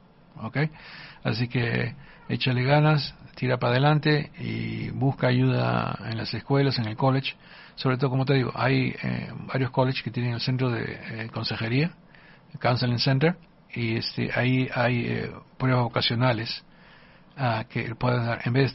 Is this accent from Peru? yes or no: yes; Peru; moved away as an adult; Por ejemplo, yo vine del Perú ya con una licencia, con un título profesional, ¿okay?